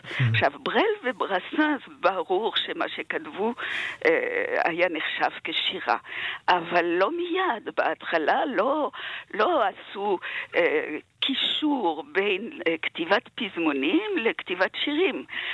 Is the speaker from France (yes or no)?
yes; France; now in Israel; אני פשוט הייתי צרפתיה, אני עדיין, אבל נולדתי באווירה הזאת של השירה הקלאסית ושל שירי טרובדורים